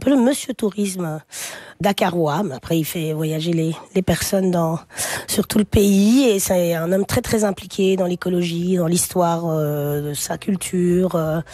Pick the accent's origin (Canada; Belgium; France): Belgium; born there; parce que je suis née ici. Mais voilà, je rentre au Sénégal très souvent et c'est important pour moi.